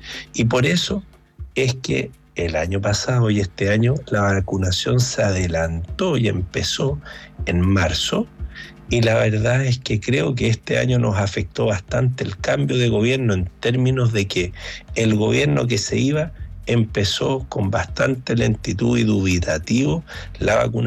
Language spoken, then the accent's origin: Spanish; Viña del Mar, Valparaíso, Chile; Yo en lo personal, como buen viñamarino, soy del Ayrton